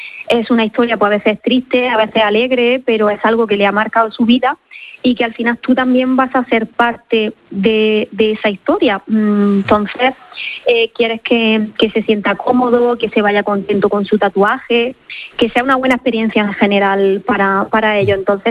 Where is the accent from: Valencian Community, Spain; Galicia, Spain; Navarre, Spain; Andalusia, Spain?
Andalusia, Spain; Almería; moved away; soy de Almería, aunque llevo muchísimos años aquí, y el mar siempre me ha llamado mucho.